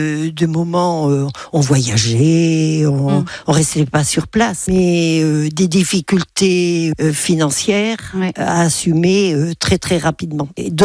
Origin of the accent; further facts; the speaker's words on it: Massif Central, France; now in Cambo-les-Bains, France; j'ai 79 ans, je suis originaire du Massif Central.